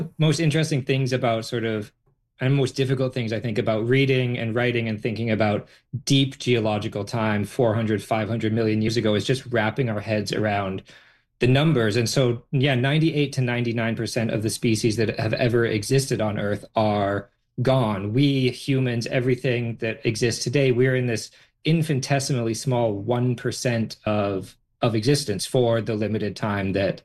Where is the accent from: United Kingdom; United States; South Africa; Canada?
Canada; Calgary, Alberta; I grew up in Calgary, and we used to go to Drumheller all the time, into the Badlands to go camping and hiking.